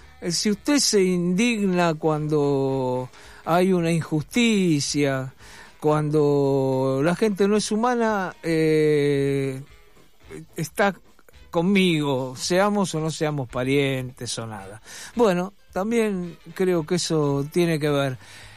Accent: Argentina; born there; Yo, por ejemplo, soy argentino, nací acá. Soy muy argentino, hinché por Argentina, todo, pero de mí para arriba, toda mi familia, inclusive mi hermana, son españoles.

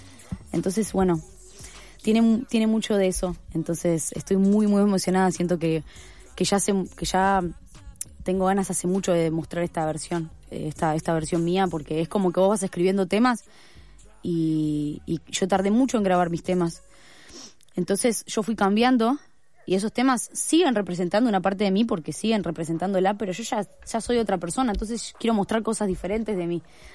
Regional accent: Argentina; soy argentina

